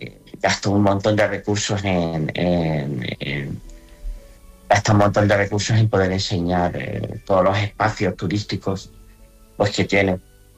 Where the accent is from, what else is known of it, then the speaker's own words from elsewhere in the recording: Spain; Y además nosotros nos sentimos profundamente españoles y queremos seguir siendo españoles.